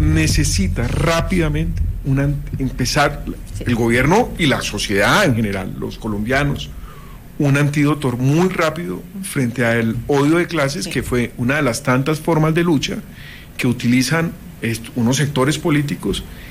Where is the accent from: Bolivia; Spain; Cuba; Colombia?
Colombia; Nosotros como colombianos necesitamos un antídoto urgente contra el odio de clases.